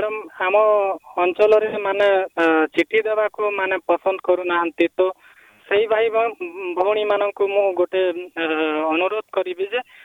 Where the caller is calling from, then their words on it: Narpur, Odisha, India; ମୁଁ ଡୁମାଲୁରି ନାରପୁର କଳାହାଣ୍ଡିରୁ